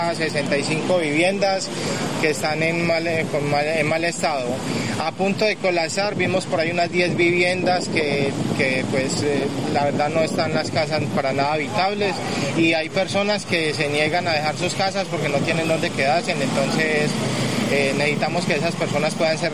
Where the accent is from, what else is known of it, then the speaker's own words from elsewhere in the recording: Cali, Valle del Cauca, Colombia; Buenos días … soy de la Comuna 12, el barrio Nueva Floresta